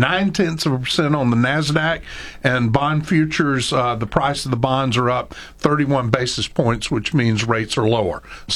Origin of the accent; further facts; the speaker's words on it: McRae, Georgia, United States; now in Central Florida, United States; when I was there a couple of weeks ago in my hometown, McRae